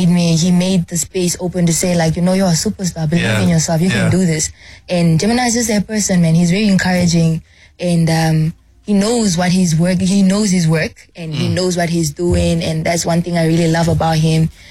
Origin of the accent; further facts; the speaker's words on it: Namibia; now in Johannesburg, South Africa; It's like I'm coming from Namibia, from this place where we're only a population of 2.9 to 3 million.